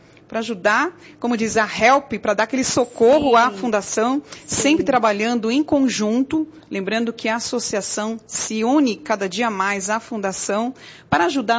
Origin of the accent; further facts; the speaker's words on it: São Bernardo do Campo, São Paulo, Brazil; sou de São Bernardo do Campo.